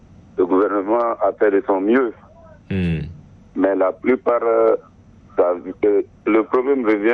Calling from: Toukra, Chad; Moi, je suis à Tokra

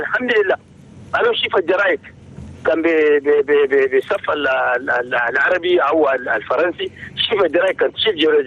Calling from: Doba, Logone Oriental, Chad; الحمد لله

